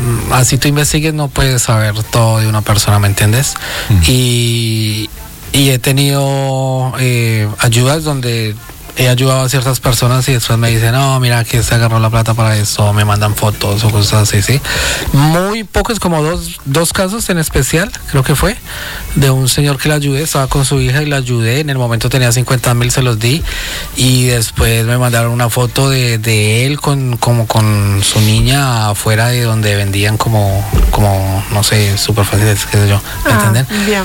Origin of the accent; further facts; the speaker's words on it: Colombia; Yo siendo colombiano